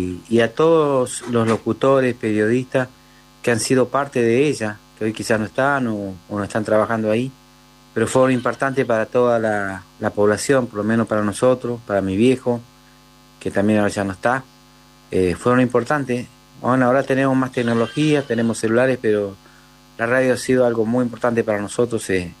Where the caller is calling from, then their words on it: Río Chico, Río Negro, Argentina; de Río Chico